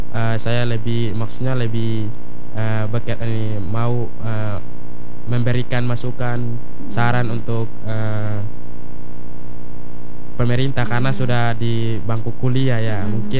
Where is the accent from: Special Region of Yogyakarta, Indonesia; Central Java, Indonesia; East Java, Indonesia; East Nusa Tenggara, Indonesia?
East Nusa Tenggara, Indonesia; Alor; saya ingin lebih mengupdate terus wisata yang ada di Kabupaten Alor di daerah saya sendiri